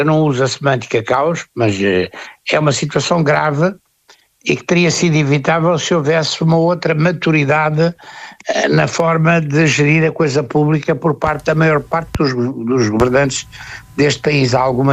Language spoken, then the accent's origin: Portuguese; Portugal; eu sou português